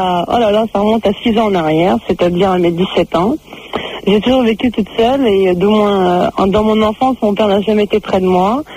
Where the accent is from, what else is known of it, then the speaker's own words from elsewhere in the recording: Turkey; C'était d'origine, je suis turque